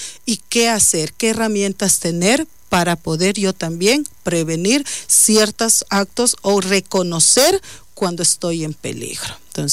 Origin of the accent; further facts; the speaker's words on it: Ecuador; como buenos ecuatorianos debemos saber los colores de nuestra bandera, nuestro himno, respetar, sí es verdad